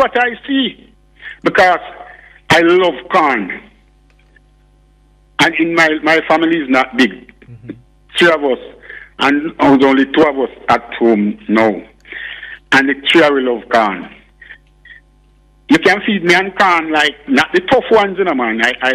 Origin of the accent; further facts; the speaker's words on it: Jamaica; However, I love my Jamaican heritage.